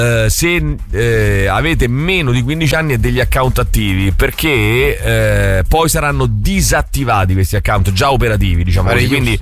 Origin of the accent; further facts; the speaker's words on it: Apulia, Italy; anche io sono un pugliese cafone come Giuliano Leone